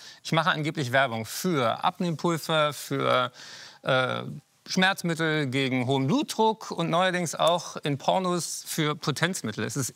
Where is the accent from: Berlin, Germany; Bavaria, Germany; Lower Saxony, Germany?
Berlin, Germany; Ich bin ein Berliner Original